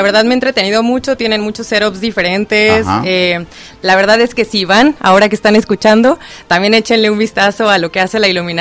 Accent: Mexico City, Mexico; Yo soy de Ciudad de México.

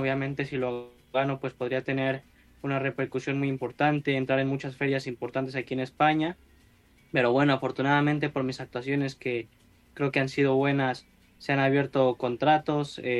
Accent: Apizaco, Tlaxcala, Mexico; moved away as an adult; now in Spain; yo soy originario de Apizajo, Tlaxcala.

